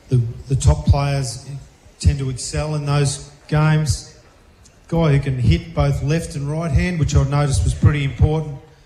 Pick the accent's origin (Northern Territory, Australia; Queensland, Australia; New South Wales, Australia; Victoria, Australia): Victoria, Australia; Robinvale; It's my age showing. I grew up in Robinvale.